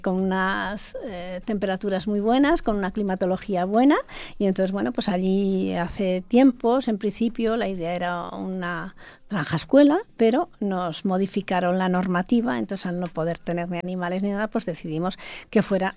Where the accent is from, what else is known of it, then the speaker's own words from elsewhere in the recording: Cerler, Aragon, Spain; also born or lived in Fonz; Sí, soy de Cerler.